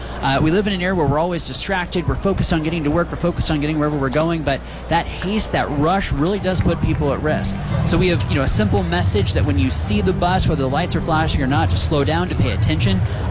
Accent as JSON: {"language": "English", "region": "Ohio", "country": "United States", "tie": "born or raised there", "said": "I grew up in Ohio, so a Reds fan."}